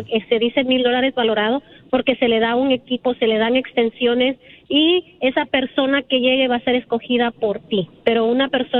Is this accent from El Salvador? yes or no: yes; Puerto de La Libertad, La Libertad, El Salvador; soy originaria de El Salvador, Puerto de la Libertad